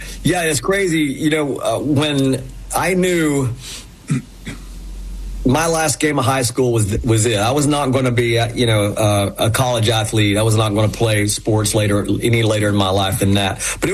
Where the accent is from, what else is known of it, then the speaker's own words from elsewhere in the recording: Knoxville, Tennessee, United States; You know, growing up in East Tennessee and in Knoxville, you know, we didn't have a pro allegiance to anything.